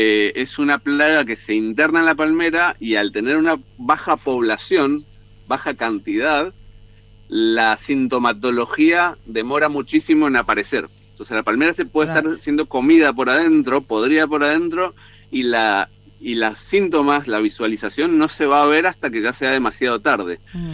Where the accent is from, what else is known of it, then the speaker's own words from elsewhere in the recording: Mendoza, Argentina; Yo soy mendocino, soy de Mendoza